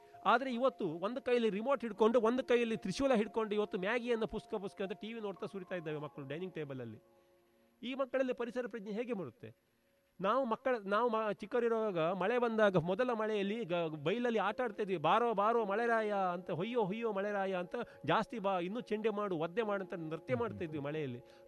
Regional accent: Karnataka, India; ನಾವು ಮಲೆನಾಡಲ್ಲೇ ಹುಟ್ಟಿ ಬೆಳೆದವರು.

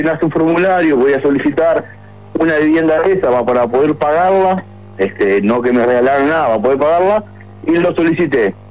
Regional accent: Maldonado, Uruguay; Sabes que yo soy oriundo de Maldonado, viví toda la vida acá, nacido y criado, no tengo mi casa propia, toda mi vida alquilé

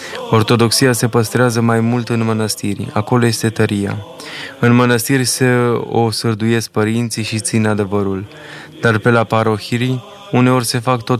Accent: Romania; pentru că eu sunt român și așa mă consider ca un bun român și îmi iubesc neamul.

